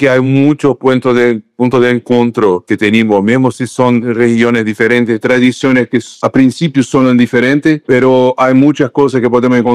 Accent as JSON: {"language": "Spanish", "country": "Brazil", "second_language": "Spanish"}